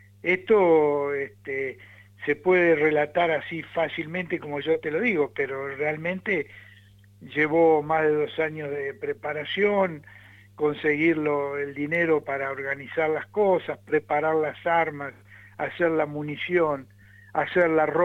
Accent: Santa Fe, Argentina

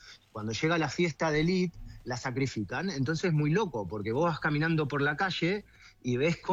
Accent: Buenos Aires, Argentina; moved away as an adult; also born or lived in Villa Celina; now in Dhaka, Bangladesh; mi viejo de Matadero, yo jugué en Chicago, en San Vera Pendejo, y me crié en Matadero.

